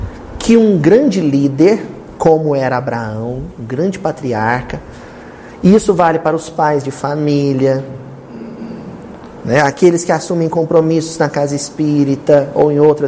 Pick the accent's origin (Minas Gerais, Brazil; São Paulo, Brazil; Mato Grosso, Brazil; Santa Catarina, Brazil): Minas Gerais, Brazil; Só como nós somos aqui, nós somos mineiros, não é no coração, é na barriga.